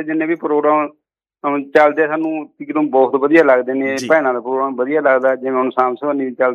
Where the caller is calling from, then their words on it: Tapa Mandi, Punjab, India; ਤਪਾ ਮੰਡੀ ਜ਼ਿਲ੍ਹਾ ਬਰਨਾਲਾ ਜੀ।